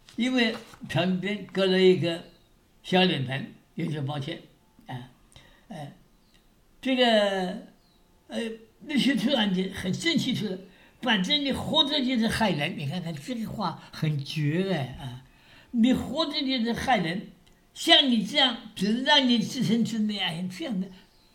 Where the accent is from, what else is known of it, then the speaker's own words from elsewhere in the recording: China; 我们中国人